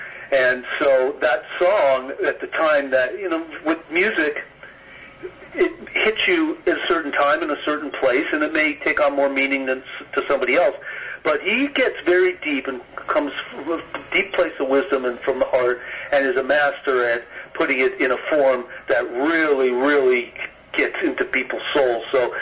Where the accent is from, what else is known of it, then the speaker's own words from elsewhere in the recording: Los Angeles, California, United States; I haven't seen another story about growing up in West L.A. in the 1970s that relies on the music and the culture